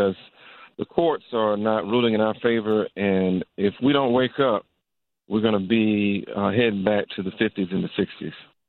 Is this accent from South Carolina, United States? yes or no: yes; Florence, South Carolina, United States; And, of course, I'm from Florence.